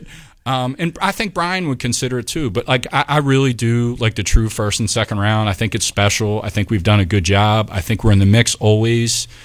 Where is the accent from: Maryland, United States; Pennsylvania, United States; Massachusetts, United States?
Pennsylvania, United States; Philadelphia; I'm from Philadelphia.